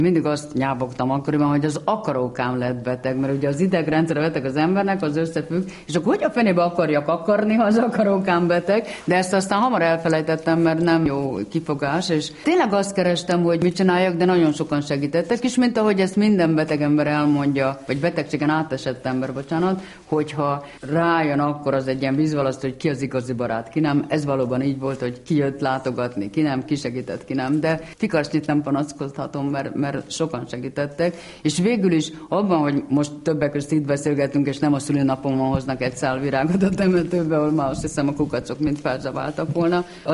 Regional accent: Hungary; vagyok, igen, és magyar, és kicsit svédül, igen.

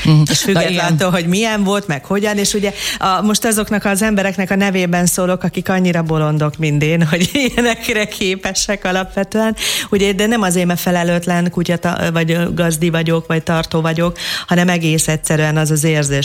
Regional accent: Transylvania, Romania; annak idén gyerekkoromban Erdélyben rengeteg mérges viperával, kígyóval találkoztam, élni kellett, stb.

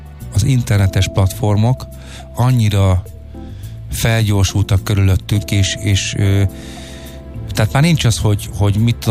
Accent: Budapest, Hungary; a 8. kerület, én a 8-ban nőttem fel, a 8. kerületi fiatalok ismertük egymást.

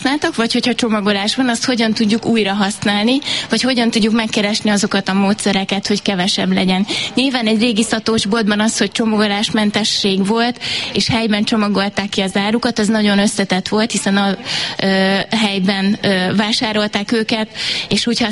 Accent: Northern Hungary, Hungary; Az észak-magyarországi falu, ennek voltam a felelőse, amikor elkészült, innen származom, és ehhez köt a legtöbb érzelmi kötelék.

